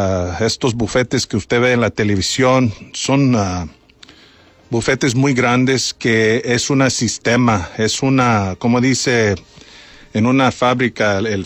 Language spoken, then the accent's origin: Spanish; Bryan, Texas, United States; Yo nací aquí en Bryan. Yo gradué de Bryan High School, fui a Texas A&M y regresé a mi pueblo.